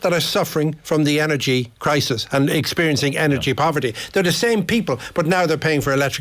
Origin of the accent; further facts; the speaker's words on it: Ireland; we're Irish